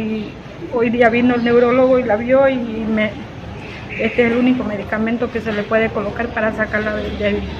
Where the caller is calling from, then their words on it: Exaltación, Beni, Bolivia; vengo de Exaltación hace desde el 4 de junio.